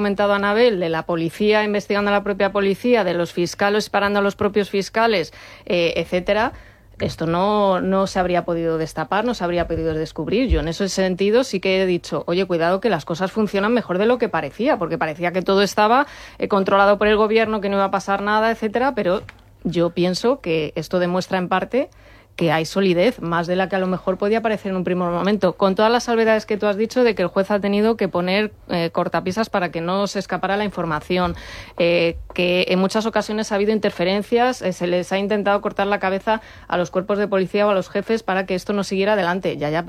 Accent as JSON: {"language": "Spanish", "country": "Spain", "said": "somos los españoles así por tradición"}